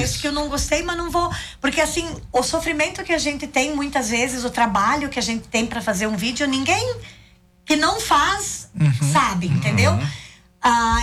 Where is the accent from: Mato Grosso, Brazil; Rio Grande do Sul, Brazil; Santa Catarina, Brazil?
Santa Catarina, Brazil; Ipumirim; a gente não esconde que a gente é de Ipumirim. A gente tem orgulho da nossa cidade.